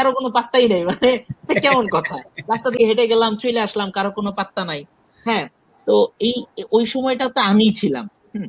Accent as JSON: {"language": "Bangla", "town": "Dhaka", "region": "Dhaka Division", "country": "Bangladesh", "tie": "born or raised there", "said": "আমি আসলে ঢাকাতেই বড় হয়েছি, এবং আমার আমার জীবন যাপন, আমার চিন্তা ভাবনা, আমার কথাবার্তা, আমার জোক, আমার লেখালেখি সব জায়গায় আসলে ঢাকাতেই বেশি।"}